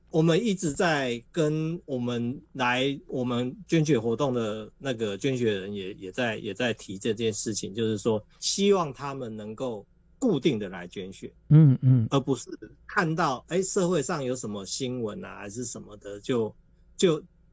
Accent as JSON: {"language": "Chinese", "country": "Taiwan", "said": "可能就是我们台湾人其实真的很热心"}